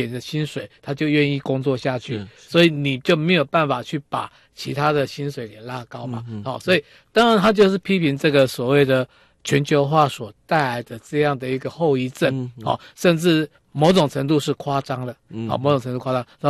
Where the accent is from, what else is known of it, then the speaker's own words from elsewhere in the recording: Taiwan; 我们台湾这边